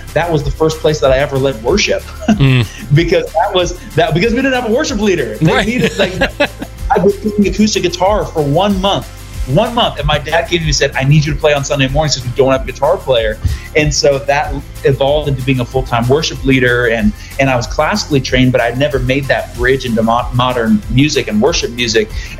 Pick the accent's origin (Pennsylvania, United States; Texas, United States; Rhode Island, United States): Rhode Island, United States; my family, we planted a church in Rhode Island when I was, which is where I'm from Rhode Island. When I was, we planted a church when I was a teenager.